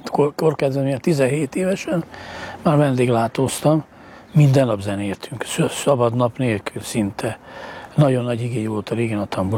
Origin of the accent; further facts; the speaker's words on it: Versend, Baranya, Hungary; egy versenyről származom, ott kezdtem el zenélni. 14 évesen már esküvőket zenéltem apámék a zenekarába.